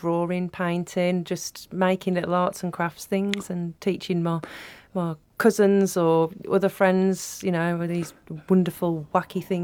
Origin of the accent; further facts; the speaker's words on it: Walsall, West Midlands, United Kingdom; born there; I was born in Warsaw